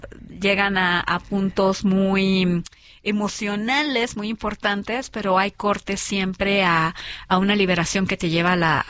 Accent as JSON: {"language": "Spanish", "town": "Mexicali", "region": "Baja California", "country": "Mexico", "moved": "yes", "lives_now": "Mexico City, Mexico", "said": "yo soy de Baja California, de Mexicali, digo, vivo aquí en la Ciudad de México hace 25 años, pero bueno, soy de allá. Y mi abuela era de Tabasco."}